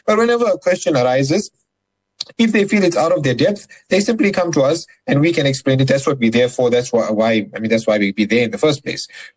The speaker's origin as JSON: {"language": "English", "town": "Durban", "region": "KwaZulu-Natal", "country": "South Africa", "said": "I'm from Durban"}